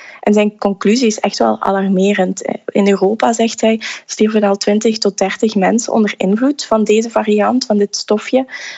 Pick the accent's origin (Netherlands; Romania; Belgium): Belgium